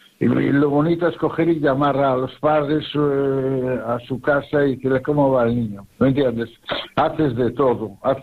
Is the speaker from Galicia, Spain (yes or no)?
yes; Redondela, Galicia, Spain; Y yo también, como soy un amante de mi pueblo, y sí. sabes que Redondela, hay muchas actividades lúdicas y de cultura y de todo eso.